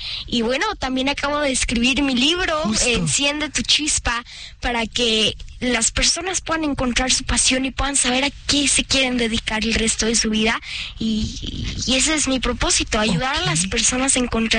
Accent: Querétaro, Mexico; De Querétaro, yo soy de Querétaro.

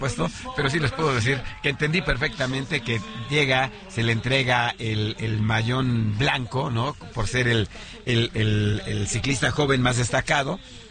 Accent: Mexico

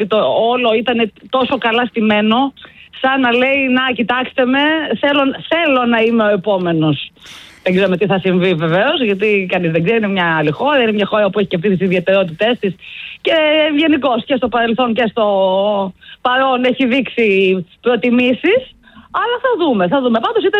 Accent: Peloponnese, Greece; στο χωριό μου, το έχουμε ίδιο χωριό, κοντινό, την Πελοπόννησο.

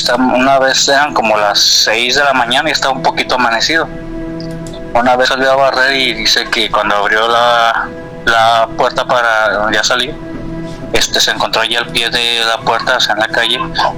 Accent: La Barca, Jalisco, Mexico; moved away as an adult; now in Guadalajara, Mexico; allá en el pueblo donde yo soy, porque pues, de recuerdo soy de allá de La Barca, Jalisco, es un pueblo que está aquí como a hora y media de aquí de Guadalajara

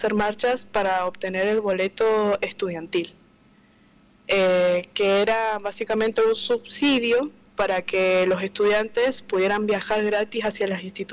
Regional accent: San Rafael, Mendoza, Argentina; tengo 21 años. Bueno, soy de San Rafael Mendoza

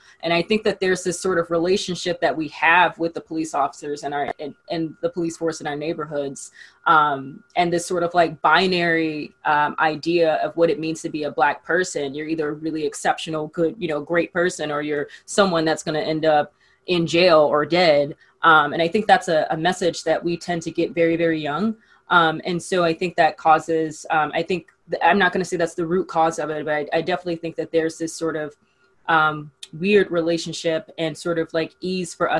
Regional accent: Memphis, Tennessee, United States; So I grew up in Memphis, Tennessee. I went to a predominantly Black high school my entire life. I grew up in a predominantly Black city.

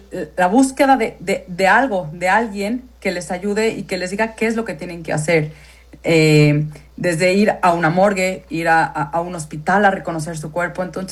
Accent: Mexico; Y bueno, yo soy de México.

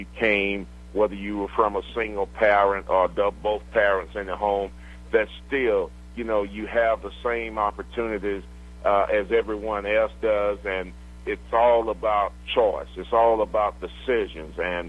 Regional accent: Griffin, Georgia, United States; Well, growing up in Griffin was a pretty unique kind of situation there.

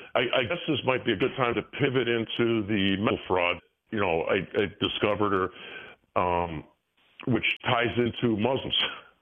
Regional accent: Hometown, Illinois, United States; southwest side of Chicago. I went to Oak Lawn High School. You got Bridgeview, Oak Lawn, and Hometown. I grew up in Hometown.

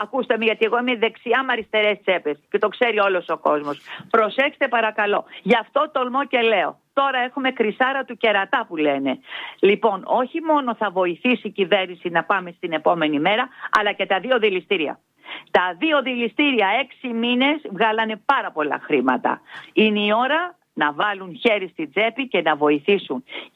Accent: Piraeus, Attica, Greece; Είμαι ένας απλός, είμαι Πειραιώτισσα και τα λέω τα πράγματα με το όνομά τους.

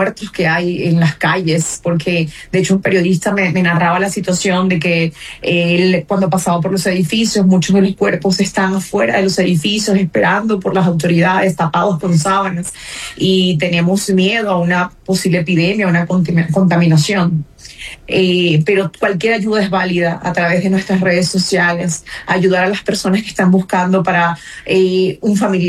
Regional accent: Mexico; con los rescatistas que han estado mandando ayuda a mi país, que ya están en mi país salvando vidas.

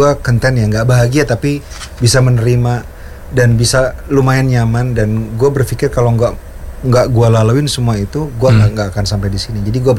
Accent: Medan, North Sumatra, Indonesia; by the way gue dari Medan ya. Jadi setiap kali gue pulang zaman kuliah, pulang ke Medan

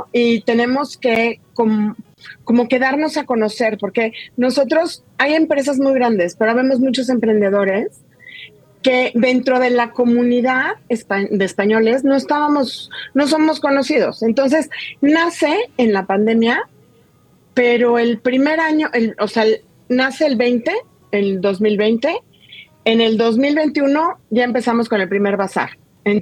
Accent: Mexico; la comunidad somos hijos o nietos de españoles, pero en realidad somos mexicanos.

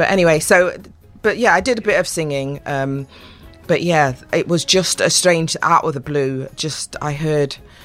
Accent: Nottingham, East Midlands, United Kingdom; born there; also born or lived in London / Hampshire; now in Great Yarmouth, United Kingdom; Okay, so I was born in Nottingham.

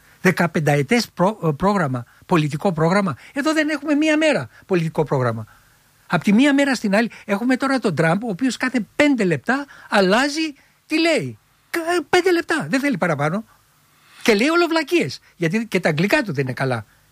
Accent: Filothei, Attica, Greece; γεννήθηκα στη Φιλοθέη. Γέννημα θέμα.

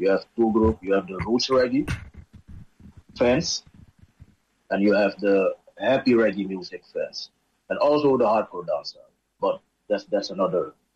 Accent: Suriname; I realize that I'm from Suriname, because Suriname is also a yacht

